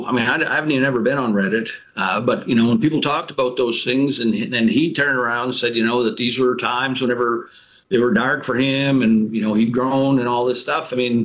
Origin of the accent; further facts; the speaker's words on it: Mercer County, United States; But I come from Mercer County.